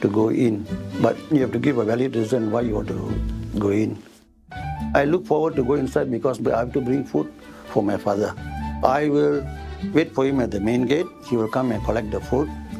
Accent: Sembawang, Singapore; born there; I was born in Sembawang, Kampung Wak Hasan. It's outside the naval base, along Sembawang Road.

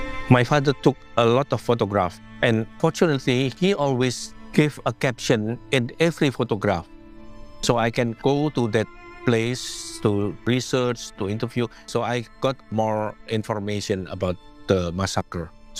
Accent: Blitar, East Java, Indonesia; the Chinese people was massacred in my hometown.

